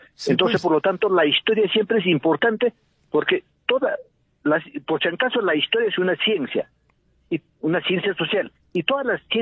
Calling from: Peru

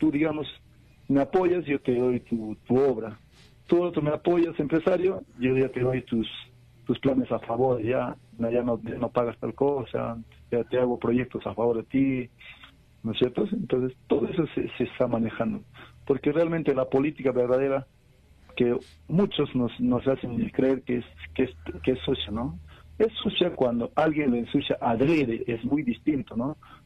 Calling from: Juliaca, Puno, Peru; de Juliaca.

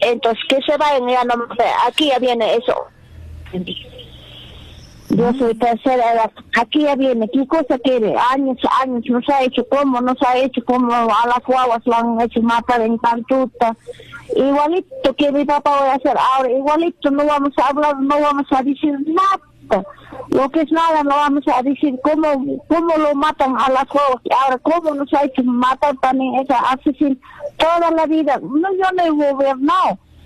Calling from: Lampa, Puno, Peru; Yo soy de Lampa.

